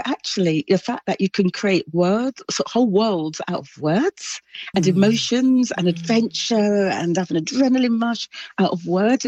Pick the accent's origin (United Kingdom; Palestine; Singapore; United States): United Kingdom; Brighton, South East England; So I grew up in Brighton in the 1970s. I was privately fostered.